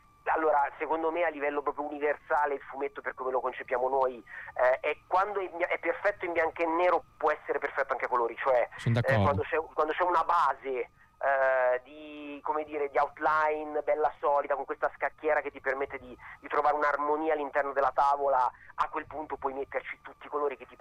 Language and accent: Italian; Arezzo, Tuscany, Italy; sono di Arezzo, in quanto aretino, dietro casa mia c'era Villa Vanda